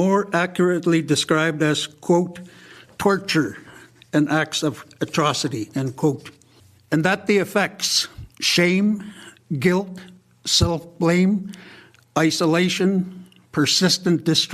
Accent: Tsiigehtchic, Northwest Territories, Canada; I'm from Siketchik.

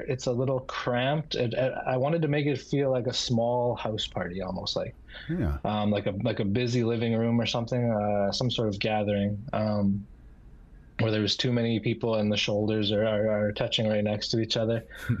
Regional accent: Inuvik, Northwest Territories, Canada; I'm from Inupiaq, Northwest Territories. I'm Inuvialuit. Most people know us as Inuit or Eskimo if you're kind of old school, but... So I'm from the Arctic. I was born and raised here.

